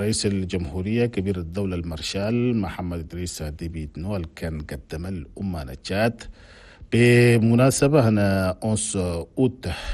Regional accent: Chad; بلدنا تشاد

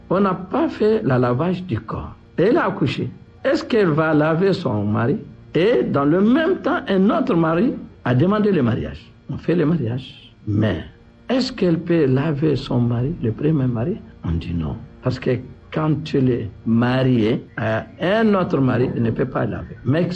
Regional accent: Chad; Chez nous, au Tchad

